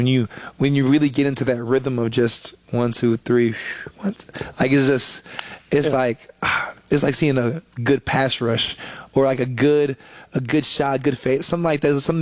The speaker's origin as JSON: {"language": "English", "town": "Crandall", "region": "Texas", "country": "United States", "tie": "born or raised there", "said": "Yeah, so Crandall, Texas is about 25 minutes east of downtown Dallas. And it's a smaller town. It's growing now, but it's a smaller town."}